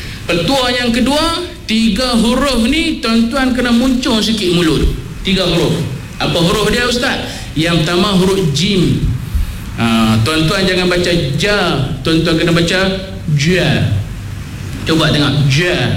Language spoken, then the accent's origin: Malay; Kedah, Malaysia; Saya orang Kedah juga, orang utara juga, orang Pinang juga.